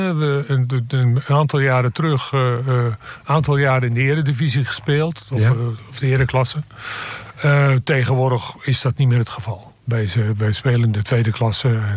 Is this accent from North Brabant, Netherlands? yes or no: no; Rijnsburg, South Holland, Netherlands; now in Apeldoorn, Netherlands; Oorspronkelijk kom ik uit Rijnsburg.